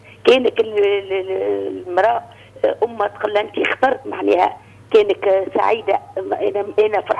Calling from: Sfax, Sfax Governorate, Tunisia; انا من صفاقس

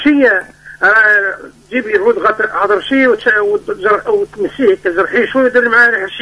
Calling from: Ben Gardane, Medenine, Tunisia; من بن قردان.

